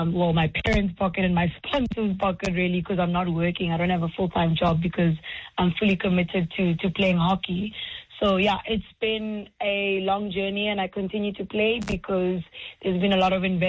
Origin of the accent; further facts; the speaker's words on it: South Africa; the reality that we yes, face as a South African women's hockey team.